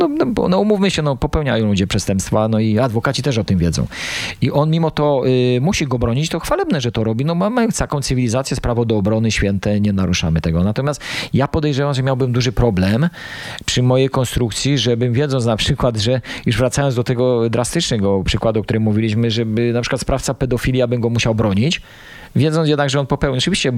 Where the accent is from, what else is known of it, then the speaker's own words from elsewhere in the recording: Lesser Poland, Poland; Ja jestem z krwi i kości Małopolaninem od chyba XVI wieku